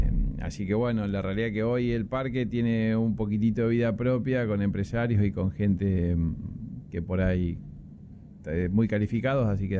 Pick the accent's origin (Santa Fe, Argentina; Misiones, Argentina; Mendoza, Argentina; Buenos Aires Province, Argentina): Buenos Aires Province, Argentina; Mar del Plata; sí, somos de Mar del Plata, somos una empresa de familia, estoy con mi hermano, con mi madre